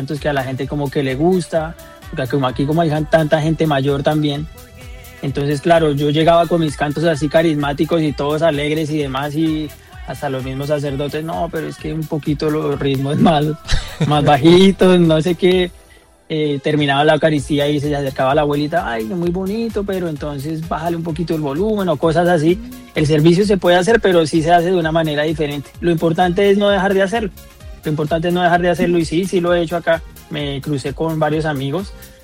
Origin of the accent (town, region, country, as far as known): Colombia; moved away as an adult; now in Barcelona, Spain